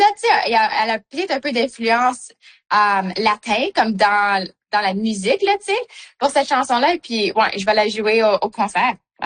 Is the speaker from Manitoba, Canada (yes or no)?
yes; Manitoba, Canada